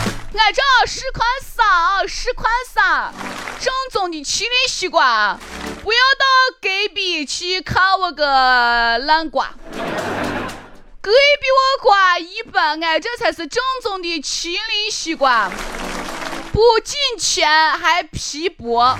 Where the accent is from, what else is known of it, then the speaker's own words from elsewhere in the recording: Shaanxi, China; 如果我们陕西人对这个菜不是很满意